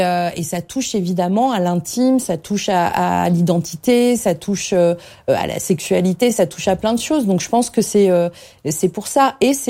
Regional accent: Moulins, Auvergne-Rhône-Alpes, France; born or raised there

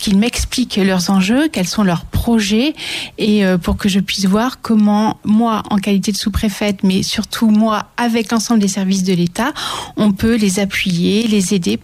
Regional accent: Cherbourg, Normandy, France; also born or lived in Caen / Seine-Maritime; now in Les Andelys, France; je suis née et j'ai vécu en Basse-Normandie. Je suis née à Caen, j'ai grandi à Cherbourg. Mais je connais aussi la Haute-Normandie puisque j'ai passé quelques années de mon enfance, pas très loin finalement de l'Eure, en Seine-Maritime, à Villers-et-Cal.

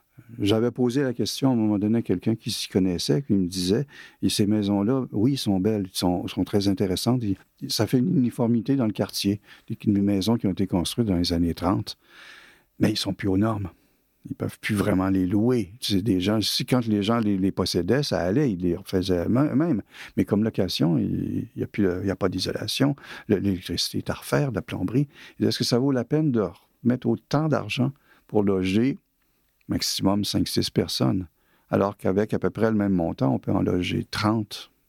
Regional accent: Quebec City, Quebec, Canada; moved away as an adult; now in Caen, France; ma ville natale, Québec, que j'adore, puis dont je m'ennuie souvent

